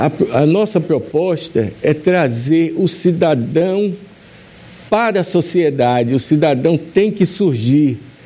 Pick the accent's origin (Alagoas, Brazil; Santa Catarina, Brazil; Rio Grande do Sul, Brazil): Alagoas, Brazil; Eu quero trazer para nós, alagoanos, uma mudança.